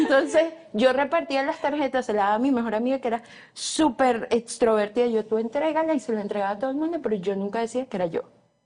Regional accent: Venezuela; now in United States; también soy venezolana, llevo 10 años aquí en Estados Unidos.

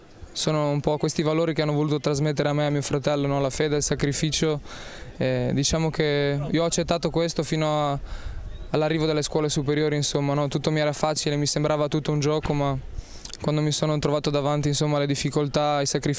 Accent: Padua, Veneto, Italy; ho 21 anni, vengo da Padova

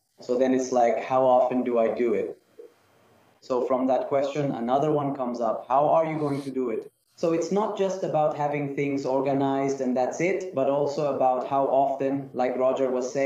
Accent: Colombia; I'm from Colombia. I work in a very beautiful diocese called the Diocese of Uga, known for a sanctuary called the Lord of Miracles.

